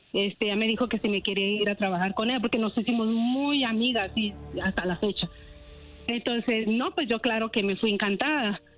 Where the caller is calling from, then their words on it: Denver, Colorado, United States; De Denver, Colorado.